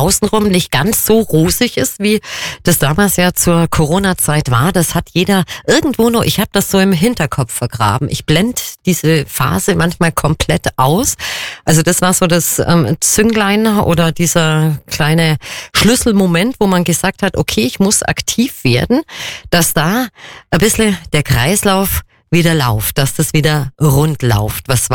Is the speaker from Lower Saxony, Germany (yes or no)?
no; Kempten, Bavaria, Germany; Ich bin ja auch gebürtige Allgäuerinner, Kemptnerin